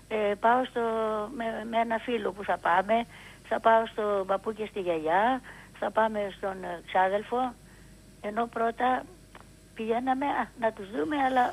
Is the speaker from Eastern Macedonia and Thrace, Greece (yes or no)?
yes; Kavala, Eastern Macedonia and Thrace, Greece; εγώ είμαι από την Καβάλα. Και πολλές φορές πηγαίναμε στην Καβάλα και είχα πάρα πολλούς συγγενείς.